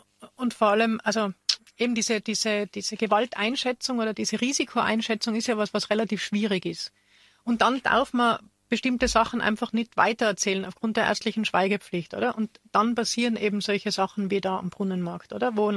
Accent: Tyrol, Austria; das gibt es relativ groß im Osten von Österreich, das gibt es bei uns in Tirol im Landeskrankenhaus in Haller Station.

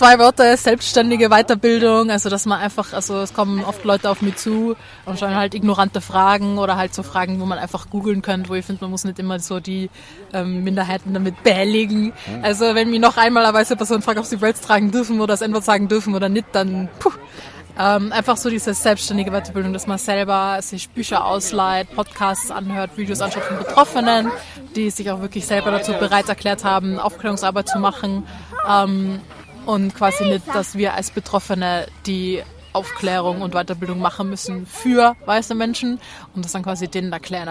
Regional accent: Innsbruck, Tyrol, Austria; Also ich bin in Innsbruck geboren, aufgewachsen, also nie woanders gelebt, bin treu geblieben.

